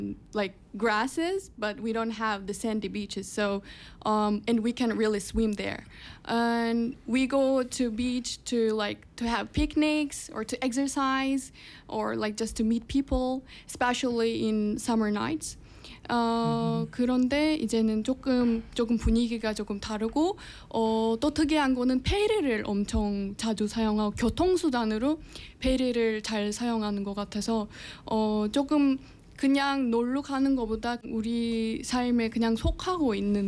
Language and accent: English; Izmir, İzmir, Turkey; now in Busan, South Korea; I'm from Izmir, Turkey.